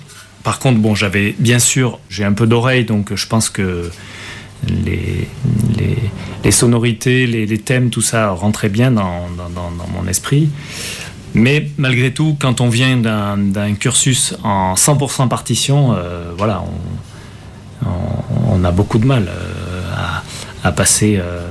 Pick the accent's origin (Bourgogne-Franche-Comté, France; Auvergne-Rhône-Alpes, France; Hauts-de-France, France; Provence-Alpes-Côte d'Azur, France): Auvergne-Rhône-Alpes, France; Aurillac; born there; Mais je suis né à Aurillac, toutefois, et en fait, voilà, on est plutôt une famille de musiciens